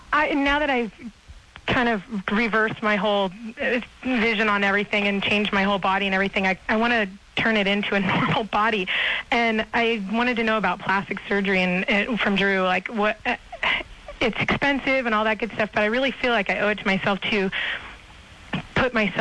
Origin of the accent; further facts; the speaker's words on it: Chico, California, United States; moved away as an adult; my hometown of Chico